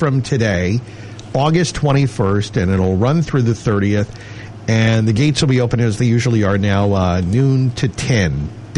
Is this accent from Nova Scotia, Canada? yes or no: yes; Halifax, Nova Scotia, Canada; I'm from Halifax.